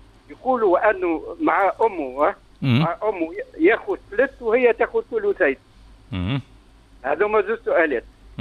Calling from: Tunis, Tunis Governorate, Tunisia; والله نكلم فيكم من تونس.

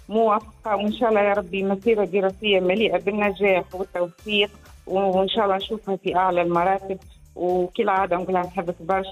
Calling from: Metlaoui, Gafsa Governorate, Tunisia; من متلوي.

